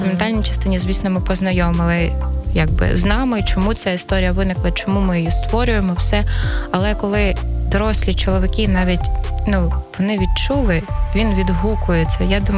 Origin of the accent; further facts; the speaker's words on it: Donetsk, Donetsk Oblast, Ukraine; born there; moved away; я народилась в місті Донецьке